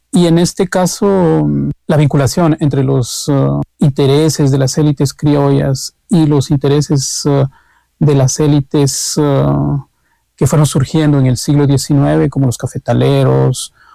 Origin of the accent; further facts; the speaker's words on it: Kaqchikel area, Guatemala; soy cachiquel y soy investigador de la Universidad de San Carlos de Guatemala.